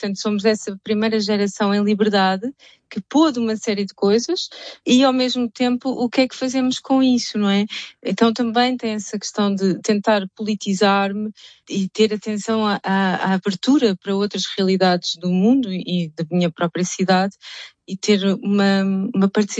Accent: Lisbon, Portugal; moved away as an adult; also born or lived in Cape Verde / Angola / Mozambique / Brazil; como é que uma jovem lisboeta branca vai percebendo essas injustiças?

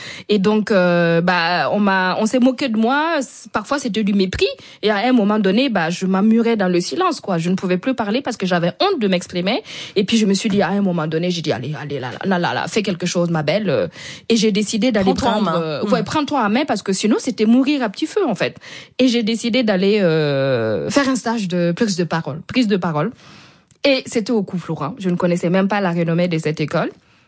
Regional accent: Burkina Faso; lui il s'est déplacé chez nous au Burkina. Donc vous savez en fait on a ce respect là chez nous les Burkinabés

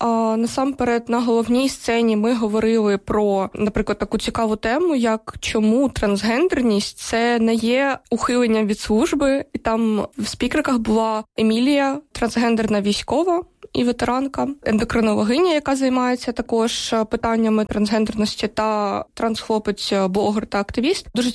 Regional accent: Donetsk Oblast, Ukraine; Можу на своєму навіть прикладі це підтвердити, бо я з Донецької області.

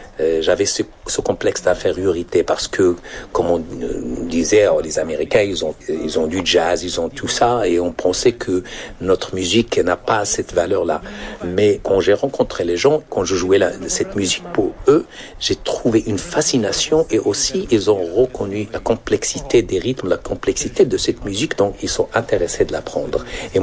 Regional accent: Morocco; Mais nous, on n'a jamais appelé nous-mêmes des berbères, donc on est des Amazirs.

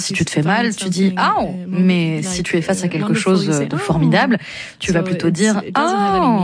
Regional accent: Mozambique; now in Belgium; c'est parce que j'ai grandi au Mozambique que je parle portugais.

